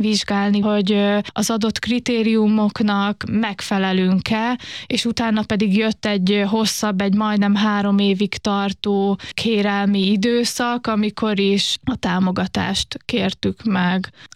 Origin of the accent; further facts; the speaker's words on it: Paks, Tolna, Hungary; mi egy kisebb városban nőttünk fel, Paksa gyorsan és teljes mértékig integráltan